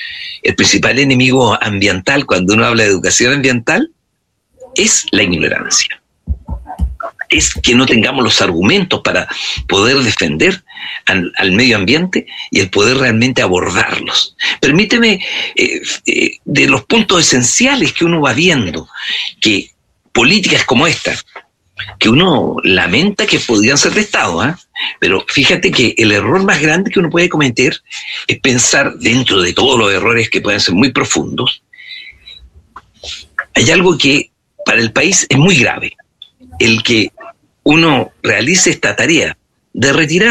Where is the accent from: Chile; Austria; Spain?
Chile; Comenzamos a pelearlos como chilenos.